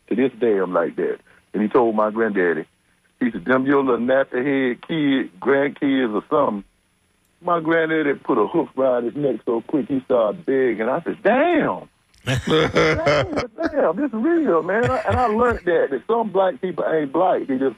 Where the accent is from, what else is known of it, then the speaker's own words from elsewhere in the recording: United States; I was born in Thomas County. I know. Okay. I grew up there.